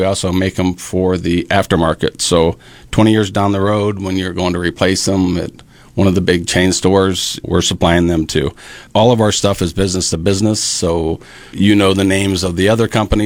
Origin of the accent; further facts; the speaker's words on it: Ashland, Ohio, United States; also born or lived in Mansfield, Ohio; But I was born in Mansfield. I was raised in Ashland. Went to Ashland High School. Then went to the tech school in Mansfield, North Central.